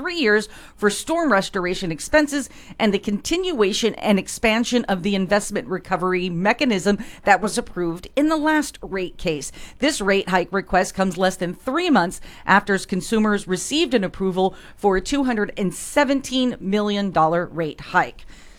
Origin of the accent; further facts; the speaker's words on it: California, United States; I'm a Californian at heart